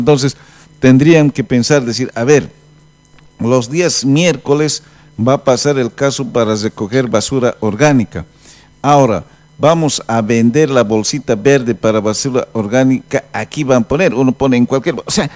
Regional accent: Bolivia; ¿qué somos los bolivianos ciudadanos de tercera?

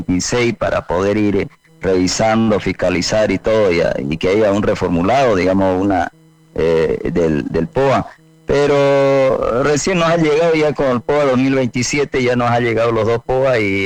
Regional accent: Montero, Santa Cruz, Bolivia; a todos los montereños que somos también cruceños

